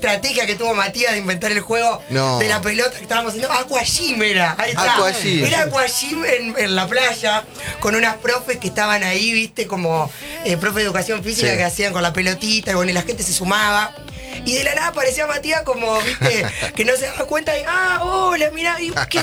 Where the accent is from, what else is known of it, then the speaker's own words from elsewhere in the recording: Argentina; Nosotros somos argentinos con mi papá y mi hermano, pero bueno, mis abuelos son croatas